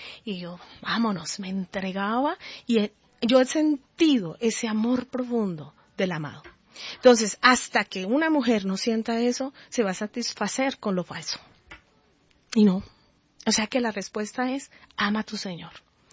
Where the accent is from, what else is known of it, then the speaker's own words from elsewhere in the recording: Colombia; soy una mujer colombiana